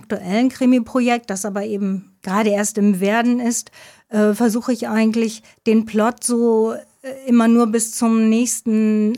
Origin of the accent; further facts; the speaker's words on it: Germany; moved away as an adult; now in Lübeck, Germany; Ich komme ursprünglich aus dem Harz, lebe jetzt seit 9 Jahren in Lübeck.